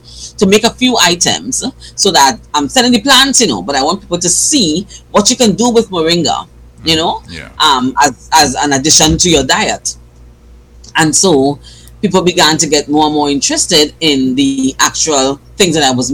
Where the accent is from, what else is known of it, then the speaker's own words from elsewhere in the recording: Diego Martin, Trinidad & Tobago; I hail from Diego Martin.